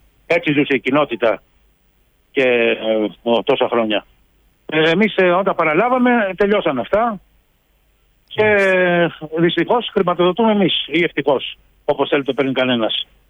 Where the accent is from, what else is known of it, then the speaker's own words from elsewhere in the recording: Greece; born there; Γεννήθηκα στην Ελλάδα.